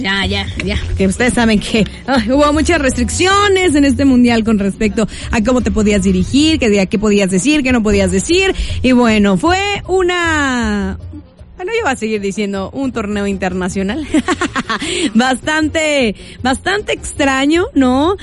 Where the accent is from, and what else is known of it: Mexico